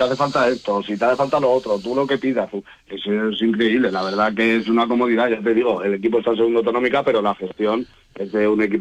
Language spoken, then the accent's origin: Spanish; Casas de Juan Núñez, Castilla-La Mancha, Spain; Yo estaba con mi pueblo de Casas de Juan Núñez